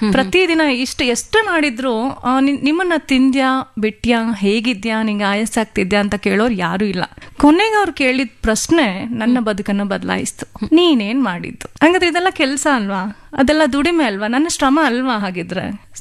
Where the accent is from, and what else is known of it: Bengaluru, Karnataka, India; born or raised there